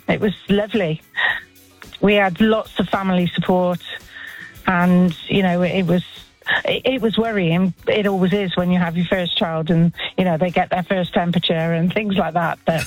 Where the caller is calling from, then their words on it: South West England, United Kingdom; we're from Gloucestershire